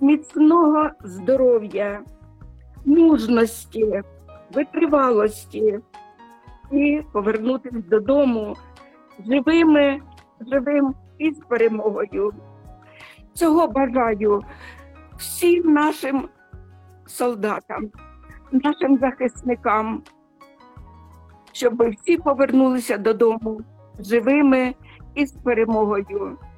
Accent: Sumy, Sumy Oblast, Ukraine; Зараз він захищає наше рідне місто Суми, сумчан.

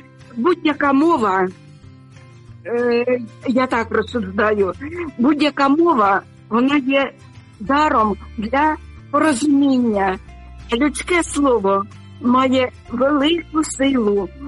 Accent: Sumy Oblast, Ukraine; now in Denmark; передаю своє вітання на мою рідну Україну, на мою рідну Сумщину, в мою рідну церкву Різдва.

